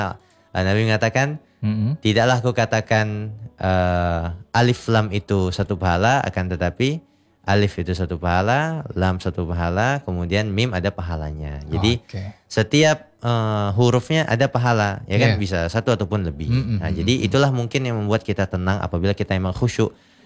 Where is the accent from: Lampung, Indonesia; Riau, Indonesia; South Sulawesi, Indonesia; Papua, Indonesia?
Riau, Indonesia; Rengat; di kampung kami di Rengat Indragiri Hulu